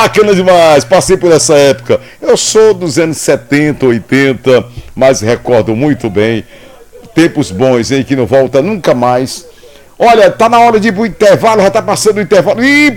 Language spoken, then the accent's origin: Portuguese; São José, Brazil; São José, pessoal, onde eu morava, meu interiorzinho, de onde eu vim, com meu pai.